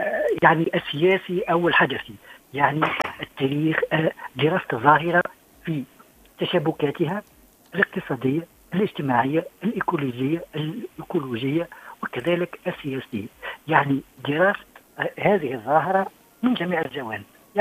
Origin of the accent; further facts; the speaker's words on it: Mateur, Bizerte Governorate, Tunisia; أنا مش من القصرين، أنا من مصر، أنا بجاوي من مصر.